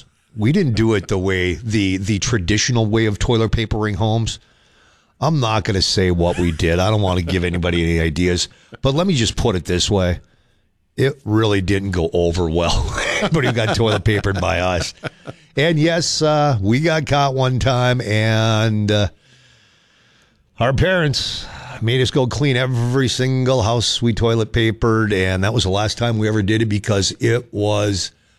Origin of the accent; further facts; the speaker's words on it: Hibbing, Minnesota, United States; Had so much fun growing up on the Iron Range.